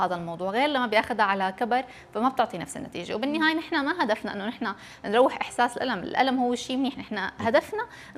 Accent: Syria; حالة كانت عندنا بسوريا

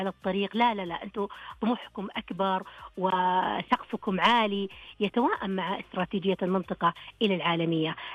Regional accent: Asir, Saudi Arabia; المفروض أني أعرف، أنا بنت عسير، ثريف الدخن.

